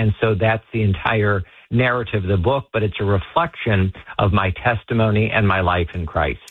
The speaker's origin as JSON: {"language": "English", "town": "Fort Wayne", "region": "Indiana", "country": "United States", "tie": "born or raised there", "moved": "yes", "lives_now": "Washington, D.C., United States", "said": "my hometown of Fort Wayne, Indiana"}